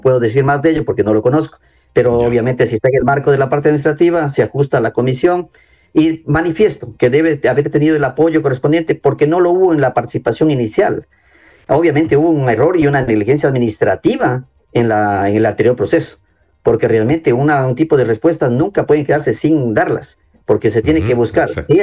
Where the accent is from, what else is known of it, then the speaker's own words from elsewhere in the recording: Zamora-Chinchipe, Ecuador; los que estamos perdiendo somos los zamoranos chinchipenses